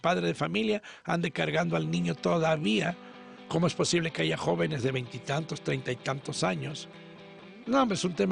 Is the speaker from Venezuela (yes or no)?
no; Tuxtepec, Oaxaca, Mexico; born there; also born or lived in Mexico City; yo en mi comunidad allá en Tuxtepec desde pequeño